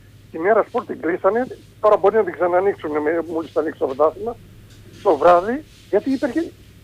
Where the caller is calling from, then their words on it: Attica, Greece; από τα Βόρεια Προάστια.